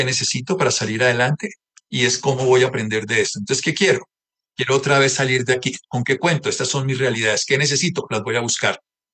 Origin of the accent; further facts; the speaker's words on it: Colombia; Pero como colombianos, dejemos las divisiones, dejemos todas las hipótesis que nos separan